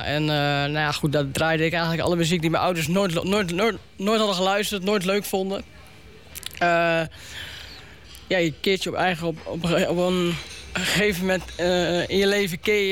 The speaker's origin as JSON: {"language": "Dutch", "town": "Zwijndrecht", "region": "South Holland", "country": "Netherlands", "tie": "born or raised there", "said": "Ik ben eigenlijk opgegroeid in Zwijndrecht, in Zuid-Holland."}